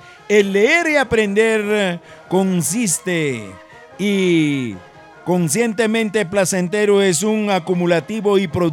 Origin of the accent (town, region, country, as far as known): Recuay, Ancash, Peru